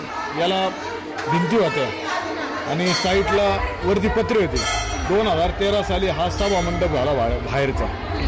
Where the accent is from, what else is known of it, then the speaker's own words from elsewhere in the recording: Ahilyanagar, Maharashtra, India; माझं बालपण इथे गेलेले आहे.